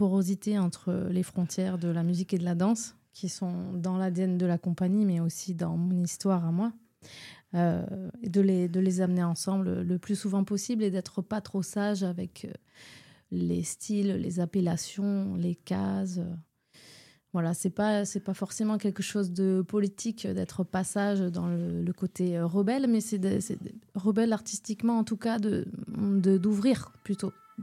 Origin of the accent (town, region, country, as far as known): Occitanie, France